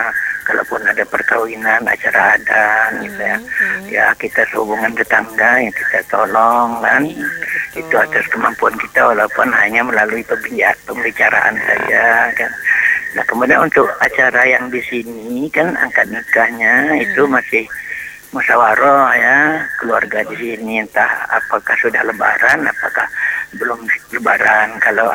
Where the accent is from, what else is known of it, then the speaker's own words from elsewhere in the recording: Lampung, Indonesia; kita sebagai orang Lampung